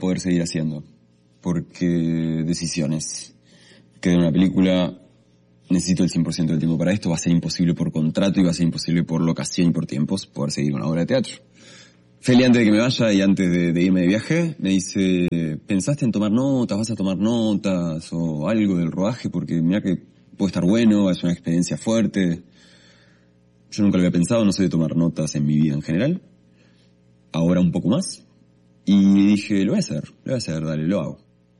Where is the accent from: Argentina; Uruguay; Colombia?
Uruguay; para nosotros como uruguayos